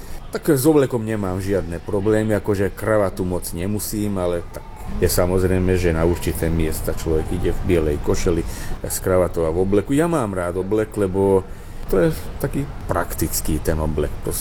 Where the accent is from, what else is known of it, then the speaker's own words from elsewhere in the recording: Bratislava, Bratislava Region, Slovakia; moved away as an adult; also born or lived in southern Slovakia; now in Budapest, Hungary; tak je to moje rodné mesto a ak mám v živote na niečo šťastie, tak na Bratislavu áno, že aj keď som sa teda oficiálne dávno odtiaľ odsťahoval